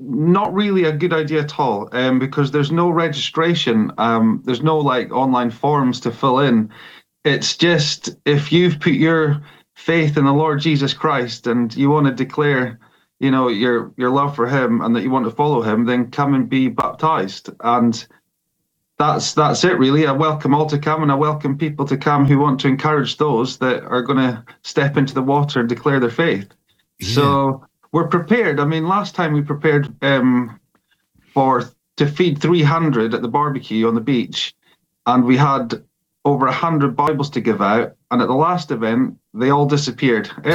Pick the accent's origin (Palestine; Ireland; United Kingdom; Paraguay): United Kingdom; Scotland; accent: Scottish; I know. It's a real funny one. So the accent is Scottish, from the Highlands of Scotland.